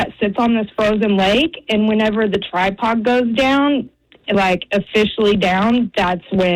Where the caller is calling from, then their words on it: Alaska, United States; I'm from Alaska.